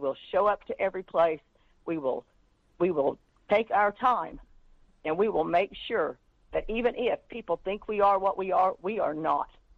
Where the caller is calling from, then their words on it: Tulsa, Oklahoma, United States; we are from Oklahoma